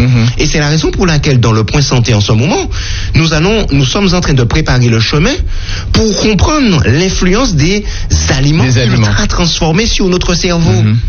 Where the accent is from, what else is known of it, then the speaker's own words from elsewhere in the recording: Le Carbet, Martinique; ça s'est passé dans ma ville natale